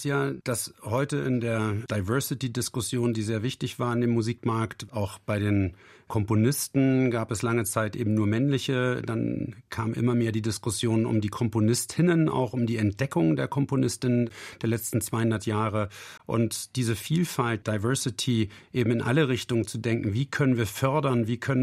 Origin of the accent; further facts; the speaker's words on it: Eutin, Schleswig-Holstein, Germany; born there; Ich bin damals bei den Eutima Sommerspielen auch groß geworden.